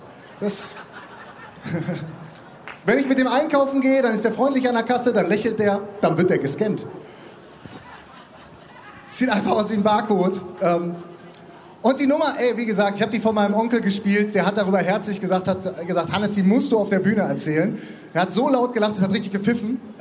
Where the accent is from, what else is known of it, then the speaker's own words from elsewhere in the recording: North Rhine-Westphalia, Germany; ich komme aus dem Ruhrgebiet